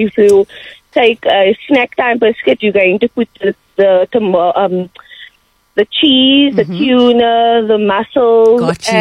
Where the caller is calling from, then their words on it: Cape Town, Western Cape, South Africa; In Steenburg. I come from Jamie's hometown.